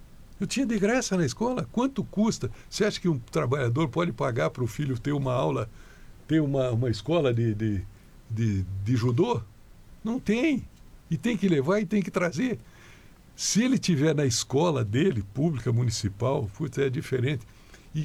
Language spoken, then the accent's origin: Portuguese; Urussanga, Santa Catarina, Brazil; É minha terra natal.